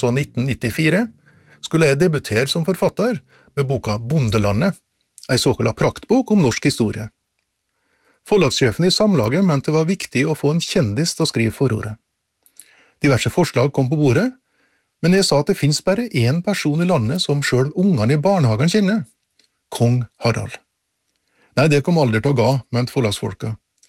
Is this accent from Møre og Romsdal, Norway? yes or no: yes; Surnadal, Møre og Romsdal, Norway; 20 år senere kom kongen og dronninga til heimkommunen min, Surndalen.